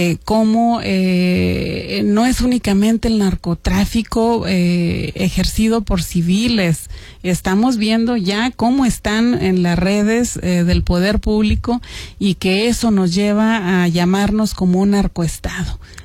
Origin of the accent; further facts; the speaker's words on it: Mexico; pues como mexicanos nos vemos